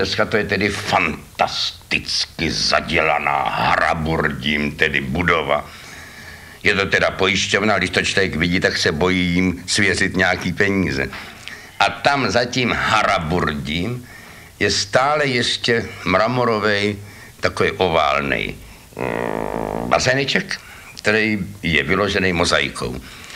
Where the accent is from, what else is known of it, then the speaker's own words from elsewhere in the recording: Prague, Czechia; Já jsem z Prahy. To je tedy náramná asociace. Ty žížaly a ty seš z Prahy. Ano, já jsem z Prahy žížala teda.